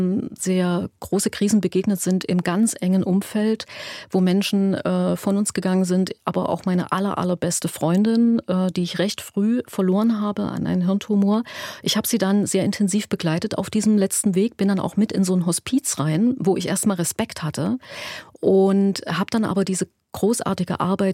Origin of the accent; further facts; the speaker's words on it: Leipzig, Saxony, Germany; ich komme aus Leipzig